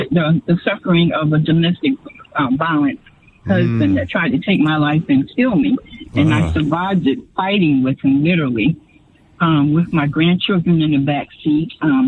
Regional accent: New Jersey, United States; moved away as an adult; now in Greenville, United States; New Jersey is my hometown, but I was here in Greenville.

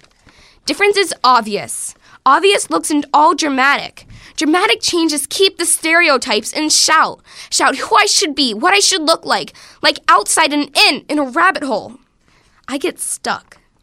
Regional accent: Greenfield, Pennsylvania, United States; I'm from Greenfield.

